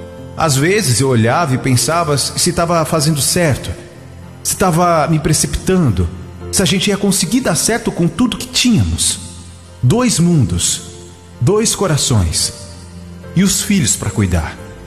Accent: Paraíba, Brazil; born there; Lá longe, na terra onde eu nasci, na Paraíba, vivia a Jéssica.

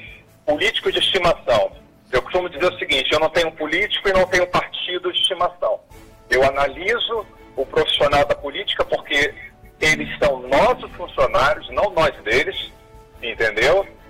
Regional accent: Brazil; eu sou brasileiro

